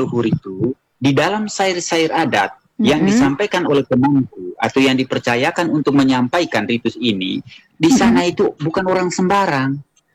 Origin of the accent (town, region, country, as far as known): East Nusa Tenggara, Indonesia